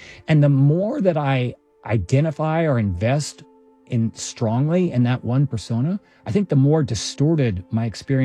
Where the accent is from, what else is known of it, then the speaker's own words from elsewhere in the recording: Houston, Texas, United States; one of my favorite stories about this is I grew up in Texas, and even though I grew up in Houston, I never felt a strong identity of Texan.